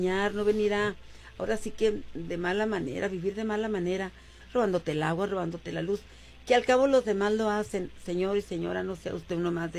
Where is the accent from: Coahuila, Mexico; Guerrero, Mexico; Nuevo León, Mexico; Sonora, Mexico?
Coahuila, Mexico; Torreón; now in Ciudad Juárez, Mexico; yo como migrante, pues yo soy de Torreón, Coahuila, a mucha honra, pero yo llegué aquí en el 80, cuando Juárez era un Juárez muy chiquito.